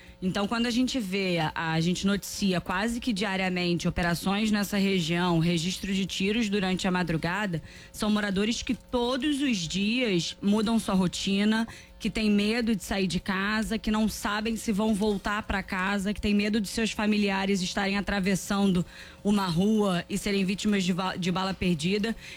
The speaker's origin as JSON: {"language": "Portuguese", "region": "Rio de Janeiro", "country": "Brazil", "tie": "born or raised there", "said": "porque morei a minha vida inteira em Jacarepaguá e na vida mais recente, já na vida adulta, ali no Anil."}